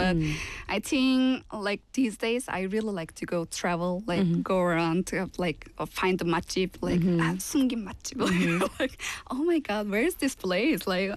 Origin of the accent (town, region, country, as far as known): Turkey; born or raised there; first language Turkish; English is a second language; moved away as an adult; now in Korea